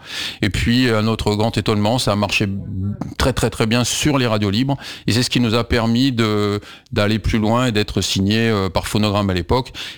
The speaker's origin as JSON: {"language": "French", "country": "France", "said": "Ben ouais, mais sauf que nous on est français, on veut être compris."}